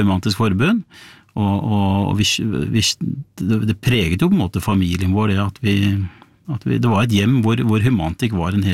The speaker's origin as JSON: {"language": "Norwegian", "town": "Bærum", "region": "Akershus", "country": "Norway", "tie": "born or raised there", "said": "jeg vokste opp I Bærum på 70-tallet, blått og konservativt Bærum."}